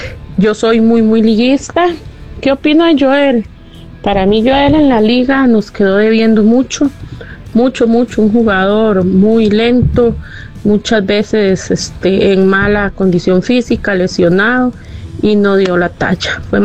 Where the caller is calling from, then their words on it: Belén, Heredia, Costa Rica; de Belén.